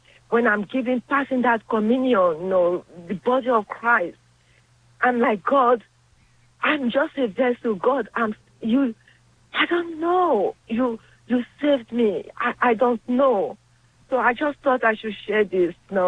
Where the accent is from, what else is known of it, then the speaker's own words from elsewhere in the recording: Nigeria; It's not that I'm facing things like, I'm Nigerian, you know, and my mother is back home in my country with dementia.